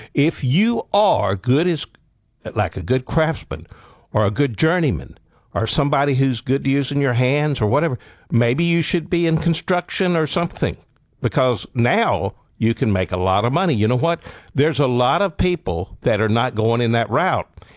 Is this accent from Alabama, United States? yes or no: yes; Alabama, United States; I grew up in Northeast Alabama on a mountain.